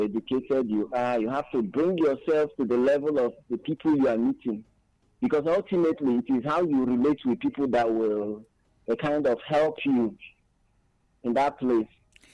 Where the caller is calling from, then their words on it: Abakaliki, Ebonyi, Nigeria; I'm reaching you from Abakaliki.